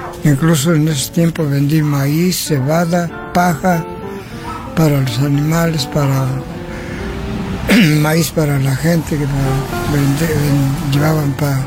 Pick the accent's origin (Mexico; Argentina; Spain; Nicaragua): Mexico; San Bartolo; Sí, yo soy aquí originario de San Bartolo